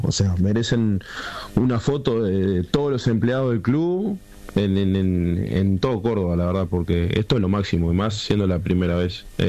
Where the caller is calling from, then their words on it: Montevideo, Uruguay; En Montevideo, acá en mi casa estoy.